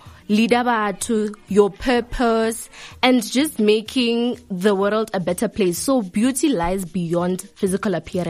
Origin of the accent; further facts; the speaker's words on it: Lebogomo, Limpopo, South Africa; And I'm from Lebogomo. But in this competition, Face of Limpopo Teenager, I'll be representing Polokwane.